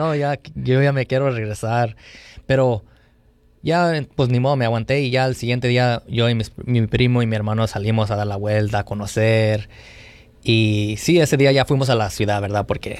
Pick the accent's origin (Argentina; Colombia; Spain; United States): United States; Hanford, California; born there; yo nací aquí, nací en Hanford, California, y mis papás son los que vienen de México. Y la primera vez que yo fui a México, creo que tenía entre 13 y 14 años.